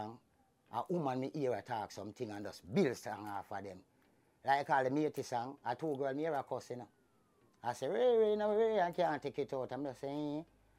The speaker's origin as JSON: {"language": "English", "town": "Kingston", "region": "Saint Andrew", "country": "Jamaica", "said": "We come from August Town"}